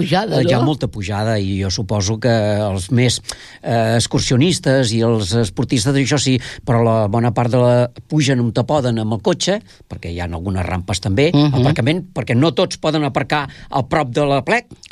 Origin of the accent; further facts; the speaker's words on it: Tordera, Catalonia, Spain; que vinc de Tordera, que sóc l'únic, home...